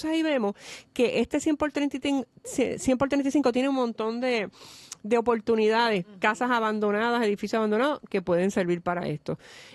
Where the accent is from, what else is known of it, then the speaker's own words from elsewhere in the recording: Trujillo Alto, Puerto Rico; Yo soy trujillana, by the way.